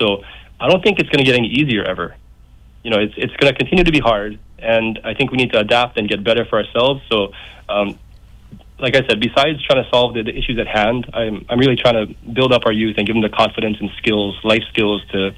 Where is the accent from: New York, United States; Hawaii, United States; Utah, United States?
Hawaii, United States; So, yeah, Kauai is very important to me. I'm born and raised on Kauai. Fourth generation.